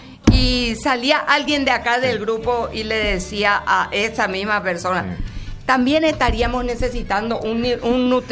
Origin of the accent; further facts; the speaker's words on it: Paraguay; Somos paraguayos, somos valientes